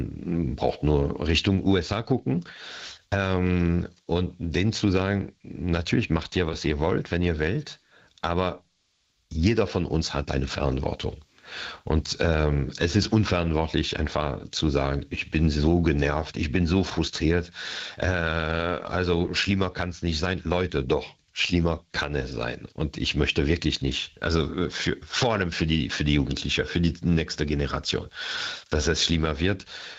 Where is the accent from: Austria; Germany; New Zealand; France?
France; Paris, Île-de-France; Also ich habe das als Kind in Paris immer gesehen, diese Kolonnen, und habe mir gedacht, eines Tages möchte ich drin sein